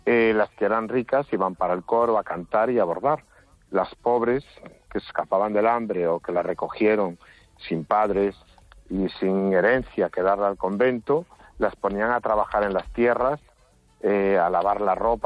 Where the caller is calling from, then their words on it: Guísamo, Galicia, Spain; En mi casa, recién llegado a casa. En Guisamo.